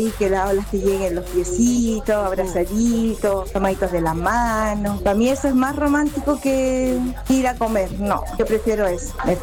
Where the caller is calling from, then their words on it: Viña del Mar, Valparaíso, Chile; yo soy de Viña